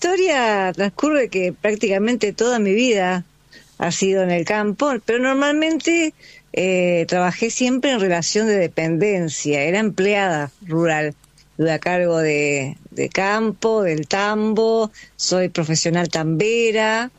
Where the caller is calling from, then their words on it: General La Madrid, Buenos Aires Province, Argentina; Bueno, de General La Madrid, provincia de Buenos Aires. Estoy a unos 500 kilómetros aproximadamente. Vivo en la zona rural, soy una mujer rural, una pequeña productora ganadera. Y bueno, vivo sola acá